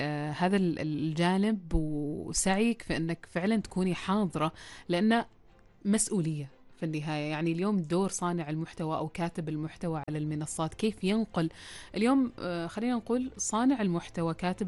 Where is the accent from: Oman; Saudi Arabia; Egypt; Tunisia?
Oman; عندنا في عمان